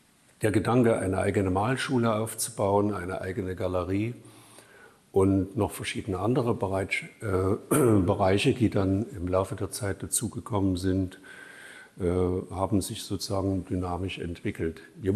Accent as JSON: {"language": "German", "region": "Saxony", "country": "Germany", "also_born_or_lived": "Dresden / Hamburg", "moved": "as an adult", "lives_now": "Augustusburg, Germany", "said": "ich stamme aus der Zwickauer Gegend ursprünglich."}